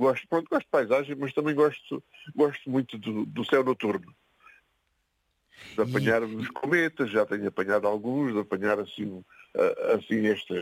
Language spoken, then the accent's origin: Portuguese; Messejana, Beja, Portugal; also born or lived in Odemira; Eu nasci em Odmira, mas atualmente moro em Mesana. Atualmente desde 6 anos, portanto há 60 anos que moro por aqui.